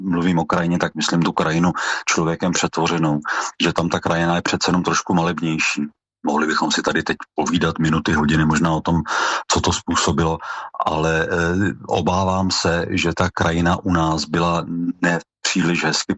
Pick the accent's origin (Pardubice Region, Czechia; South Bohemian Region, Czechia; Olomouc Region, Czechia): South Bohemian Region, Czechia; Třeboň; Vyrůstal jsem v paneláku v Třeboni, pod sebou jsem měl celý svět.